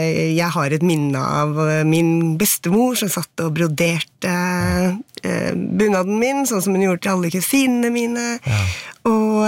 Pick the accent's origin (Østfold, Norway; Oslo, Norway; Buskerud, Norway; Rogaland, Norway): Buskerud, Norway; Jeg er født og oppvokst i Hallingdal.